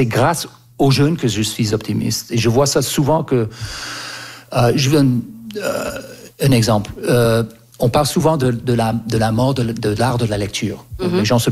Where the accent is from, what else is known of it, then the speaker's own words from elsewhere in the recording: Canada; moi j'ai grandi au Canada et quand j'avais 4, 5, 6 ans, il y avait un bus